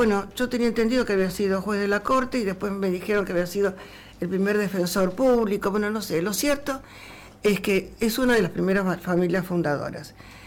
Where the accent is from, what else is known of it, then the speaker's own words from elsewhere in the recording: La Plata, Buenos Aires Province, Argentina; born there; Soy de La Plata y soy de una de esas familias fundadoras.